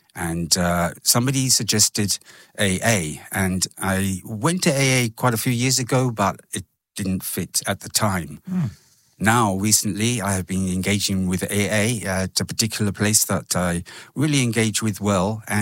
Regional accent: London, United Kingdom; I was raised in London. I went to grammar schools, wore the uniforms, had the briefcase, did my O-levels

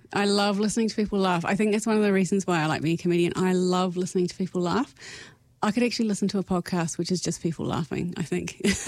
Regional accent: Otaki, Wellington, New Zealand; I'm from Otiputi. I've lived here almost all of my life. I live with my wife and our 19-year-old son.

